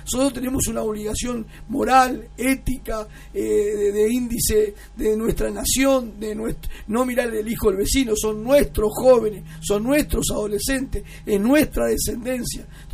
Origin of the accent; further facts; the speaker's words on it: Canelones, Uruguay; also born or lived in San Luis; yo soy de la Costa de Oro